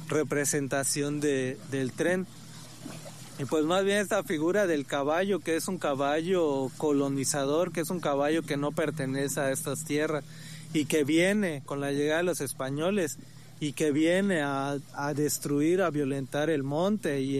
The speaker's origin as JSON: {"language": "Spanish", "town": "Bacalar", "region": "Quintana Roo", "country": "Mexico", "said": "la gente que somos de Bacalar."}